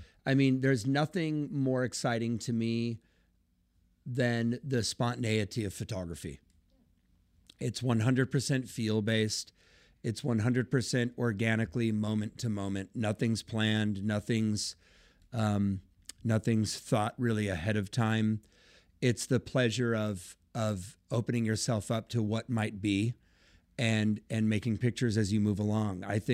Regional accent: California, United States; moved away; I mean, we're from California.

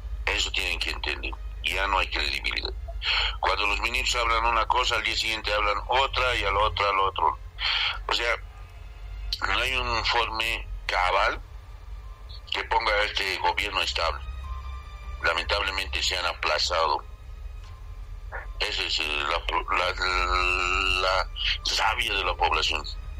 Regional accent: Bolivia; Todos somos bolivianos, yo llevo poncho, no lleve, todos estamos en un conjunto de unidad.

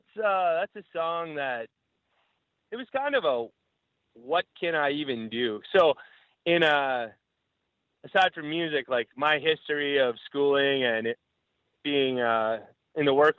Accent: Delisle, Saskatchewan, Canada; I grew up in Delisle, Saskatchewan

